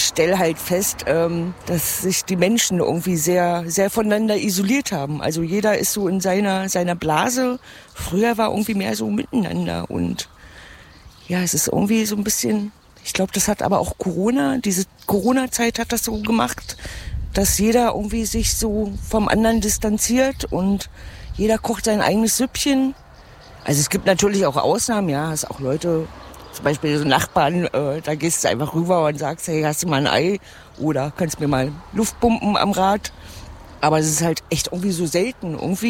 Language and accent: German; Mieste, Saxony-Anhalt, Germany; Ich komme aus Miestel, das ist mitten im Drömling in der Altmark. Ja, da komme ich her.